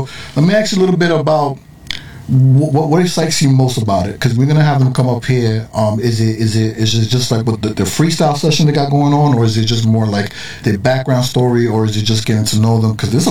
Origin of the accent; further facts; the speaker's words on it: New York City, New York, United States; I was born and raised in the Bronx. Like, I love, like, you know, I was born and raised by Yankee Stadium. Shout out to, you know, High Bridge, Yankee Stadium. I grew up the hill right